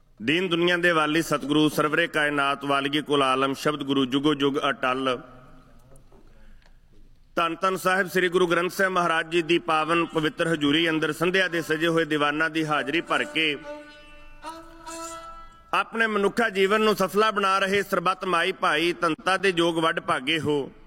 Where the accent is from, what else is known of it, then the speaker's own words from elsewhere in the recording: Punjab, India; now in Canada; ਇਹ ਧਰਤੀ ਕੈਨੇਡਾ ਦੀ, ਜਿੱਥੇ ਆਪਣੀ ਉਪਜੀਵਿਕਾ ਆਪਣੇ ਪਰਿਵਾਰ ਦੀ ਪਾਲਣਾ ਪੋਸ਼ਣਾ ਕਰਨ ਵਾਸਤੇ ਅਸੀਂ ਪੰਜਾਬ ਤੋਂ ਚੱਲ ਕੇ ਆਏ ਹਾਂ, ਇਸ ਧਰਤੀ ਦੀ ਸੁੱਖ ਵੀ ਮੰਗਣੀ ਹੈ।